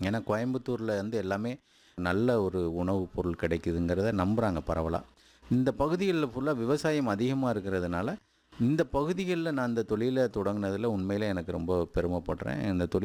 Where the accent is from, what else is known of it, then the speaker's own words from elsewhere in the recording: Sawyerpuram, Tamil Nadu, India; moved away as an adult; now in Coimbatore, India; நான் பிறந்து வளர்ந்தது எல்லாமே தூத்துக்குடி மாவட்டம், அங்கே சாயர்புரம்னு ஒரு இடத்துல.